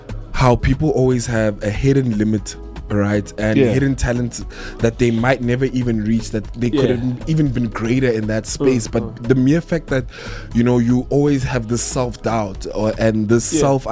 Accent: Pretoria, Gauteng, South Africa; accent: Mamelodi Tswana; Now I'm from Mamelodi. So obviously, my Tswana is a bit like, you know, Kemostrateng, Joe.

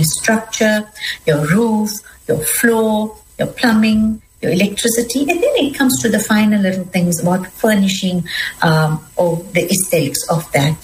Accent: India; So the one thing I think, as an Indian woman, I'm a small woman.

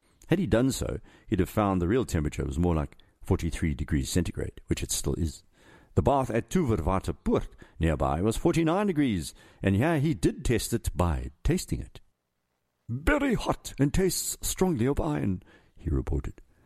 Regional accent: South Africa; as a South African.

